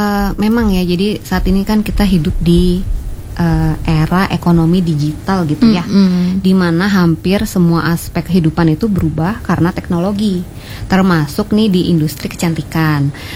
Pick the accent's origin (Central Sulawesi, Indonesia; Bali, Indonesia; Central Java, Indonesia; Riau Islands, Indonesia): Bali, Indonesia; Singaraja; Iya, jadi di sini saya kebetulan memang lahir di Singaraja.